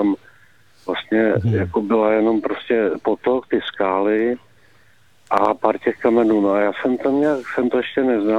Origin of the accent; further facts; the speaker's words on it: Moravia, Czechia; my jsme původně z Moravy, jako.